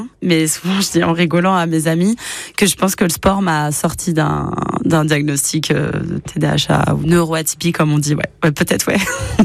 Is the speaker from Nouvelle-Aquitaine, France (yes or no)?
yes; Limoges, Nouvelle-Aquitaine, France; Moi, je suis limougeoise de cœur et d'âme. Je suis née à Limoges. J'ai fait toutes mes études à Limoges